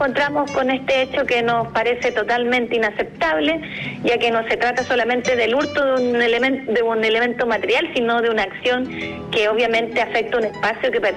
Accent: Chile; el corazón se le inflama como chileno también, claro.

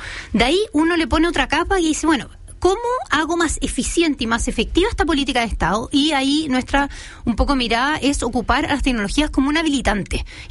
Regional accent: Chile; Y ahí, hoy día, como chileno, hace poquito, salió también la ley de transferencia tecnológica

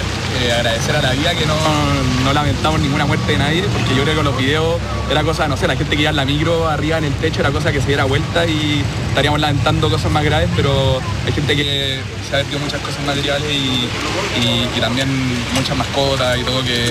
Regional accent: Chile; Y yo creo que eso es algo que tenemos como chilenos

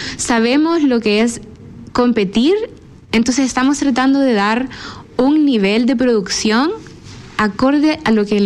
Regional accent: El Salvador; Yo soy de El Salvador, sí.

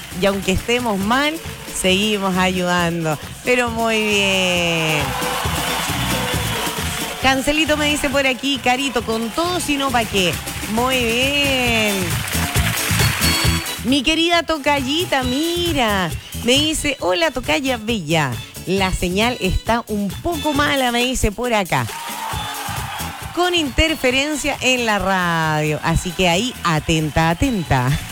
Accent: Chile; ¿En qué más cree usted que nosotros como chilenos somos campeones?

